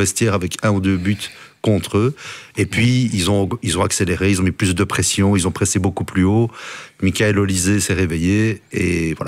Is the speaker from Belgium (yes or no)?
yes; Belgium; Alors, je tiens à préciser que je suis belge.